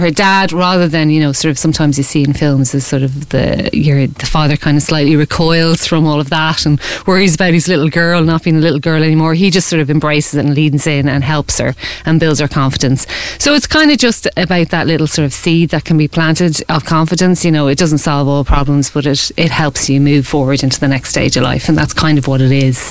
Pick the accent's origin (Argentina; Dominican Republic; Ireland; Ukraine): Ireland; Ballinteer, Leinster; also born or lived in Dundrum; So he knew a lot of retailers in where we grew up in Ballinteer and in Dundrum and kind of surrounding areas